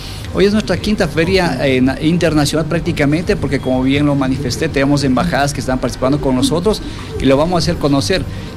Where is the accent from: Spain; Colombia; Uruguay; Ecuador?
Ecuador; somos verdaderamente ecuatorianos